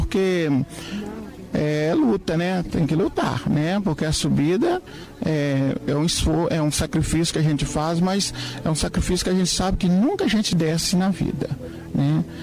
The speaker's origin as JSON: {"language": "Portuguese", "town": "Contagem", "region": "Minas Gerais", "country": "Brazil", "said": "Contagem."}